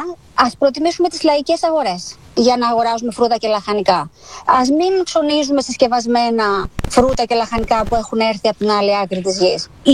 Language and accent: Greek; Greece; ειδικά εμείς που είμαστε Έλληνες και ζούμε σε μια χώρα